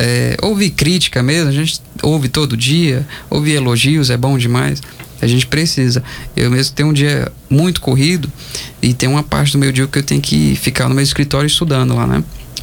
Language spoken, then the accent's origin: Portuguese; São Paulo, Brazil; Porque eu vim de São Paulo, lá a gente não tem essa cultura, né?